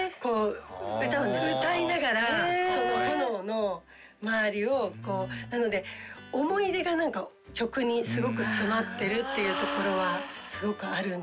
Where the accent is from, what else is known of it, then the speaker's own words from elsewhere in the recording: Shiga, Japan; 私のふるさとをご紹介します。ここが好きです。滋賀県。